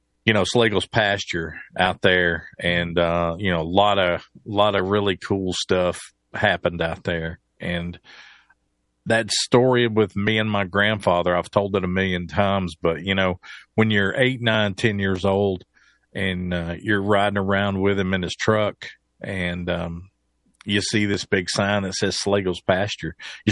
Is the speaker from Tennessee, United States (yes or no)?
yes; Bristol, Tennessee, United States; moved away; my hometown of Bristol, Tennessee.